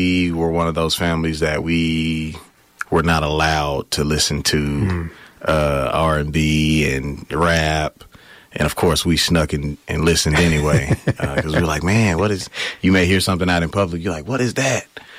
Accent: Kansas City, Missouri, United States; born there; also born or lived in Blytheville, Arkansas / Jonesboro, Arkansas; So I was born in Kansas City, Missouri. Hmm. My dad was a college basketball player. But they originated in Blytheville, Arkansas. So all my family is in Blytheville.

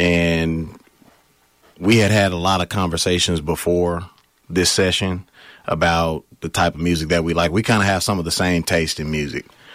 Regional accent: Arkansas, United States; also born or lived in Kansas City, Missouri / Blytheville, Arkansas / Jonesboro, Arkansas; I've always been in Arkansas. It's my home.

